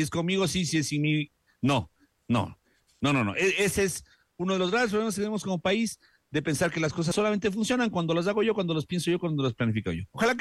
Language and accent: Spanish; Quito, Pichincha, Ecuador; yo como quiteño sí quisiera que se vea mejor esa esquina